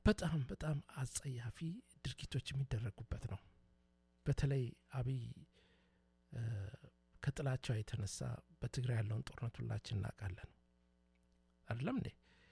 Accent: Dire Dawa, Ethiopia; የፈለገውን በኢትዮጵያ ውስጥ እኔ ድሬዳዋ ተወልጄ ነው ያደኩት። ወደ አዲስ አበባ መጣለሁ፣ ወደ ጅማ ሄዳለሁ፣ ድሬዳዋ፣ ሐረር ከሁሉ ቤተሰብ በብሔረሰብ ጋር ነው።

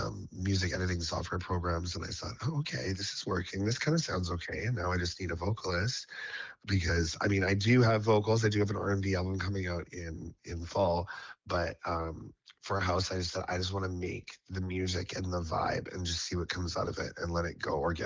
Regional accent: North Vancouver, British Columbia, Canada; Being a proud Vancouverite, I grew up in North Vancouver downtown, and I think that I was also blessed with such an easy coming out story.

